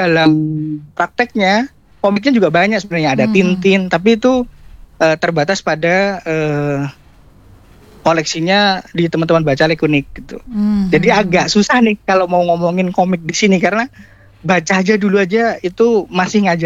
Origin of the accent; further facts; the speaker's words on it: Yogyakarta, Special Region of Yogyakarta, Indonesia; moved away as an adult; now in Rote, Indonesia; saya tuh kan Jogja ya aslinya. Okay. Saya aslinya Jogja, sekarang di Rote ikut istri yang lagi dinas di sini.